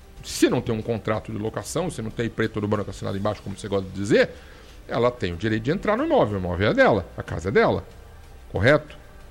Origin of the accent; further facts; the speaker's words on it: Brazil; Eu cresci lá na Vila Independência